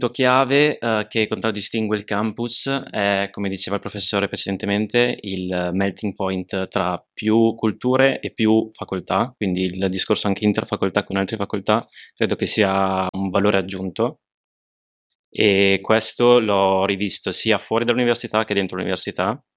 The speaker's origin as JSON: {"language": "Italian", "town": "Piacenza", "region": "Emilia-Romagna", "country": "Italy", "said": "Da non cremonese. Io vengo da Piacenza e, avendo studiato 5 anni alla Cattolica Piacenza"}